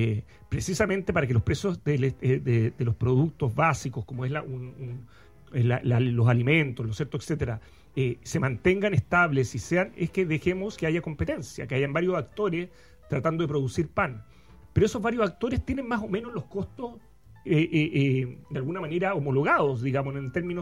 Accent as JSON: {"language": "Spanish", "country": "Chile"}